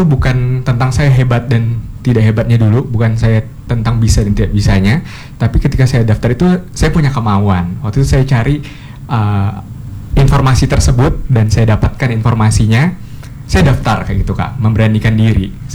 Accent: Semayok Baru, Indonesia; untuk daerah saya di Desa Semayok Baru, Kecamatan Pemahan.

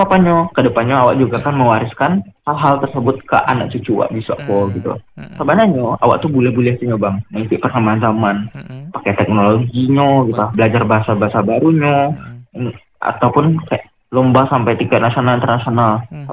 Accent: West Sumatra, Indonesia; kalau pribadi sebagai orang Minang

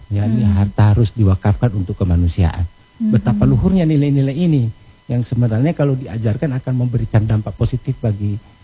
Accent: Gorontalo, Indonesia; kita orang Gorontalo memiliki begitu beragam tradisi budaya

